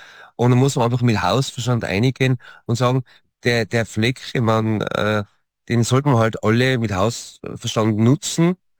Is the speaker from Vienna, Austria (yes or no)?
no; Innsbruck, Tyrol, Austria; ich komme aus Innsbruck, oder?